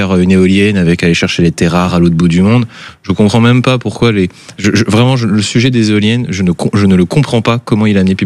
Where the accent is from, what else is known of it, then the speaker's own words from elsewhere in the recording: Normandy, France; Moi, je suis normand, donc je suis pas corse. Hein, il fait un petit peu plus de pluie chez moi.